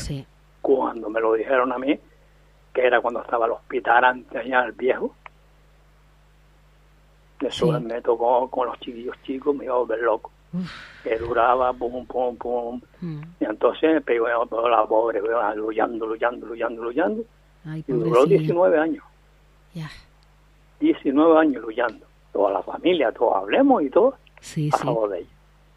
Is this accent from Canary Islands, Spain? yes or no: yes; Las Palmas de Gran Canaria, Canary Islands, Spain; born there; moved away as an adult; yo soy de Tamarcete, nací en Tamarcete. Me vine a hacer una obra aquí debajo, chiquillaje. Sí. Con 20 años me vine a hacer una obra aquí debajo y me quedé aquí debajo.